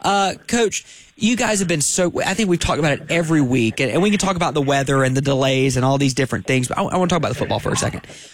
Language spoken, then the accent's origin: English; South Carolina, United States; But White Knoll's my hometown team. So I'm very glad to say that my hometown team, the White Knoll Timberwolves, got a win tonight.